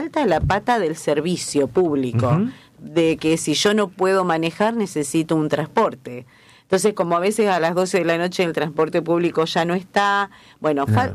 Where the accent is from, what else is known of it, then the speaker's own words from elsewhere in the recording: Argentina; now in Funes, Argentina; Nosotros recordamos como argentinos una mesa en los 70, en los 80